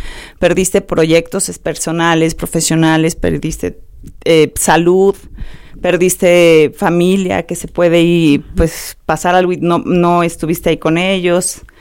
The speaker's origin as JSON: {"language": "Spanish", "country": "Mexico"}